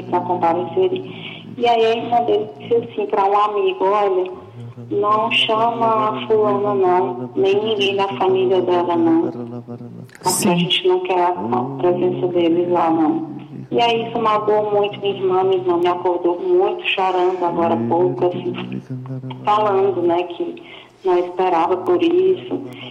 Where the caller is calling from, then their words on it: Fortaleza, Ceará, Brazil; Eu falo aqui de Fortaleza.